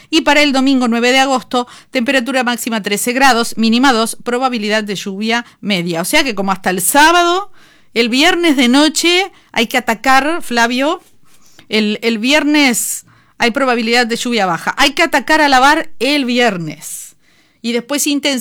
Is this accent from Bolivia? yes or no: no; Uruguay; así somos los uruguayos